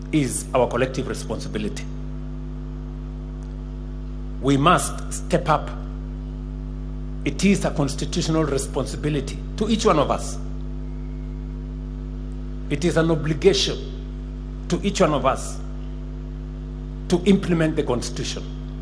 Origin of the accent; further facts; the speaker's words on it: Kenya; as a Kenyan myself.